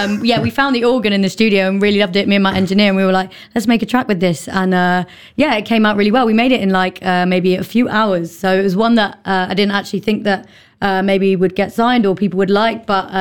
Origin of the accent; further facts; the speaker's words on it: London, United Kingdom; I am from London